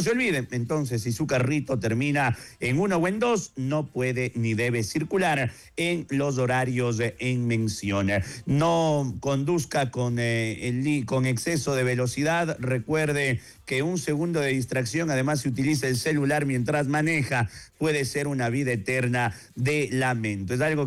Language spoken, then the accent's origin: Spanish; Quito, Pichincha, Ecuador; nosotros que somos de nuestra ciudad, somos quiteños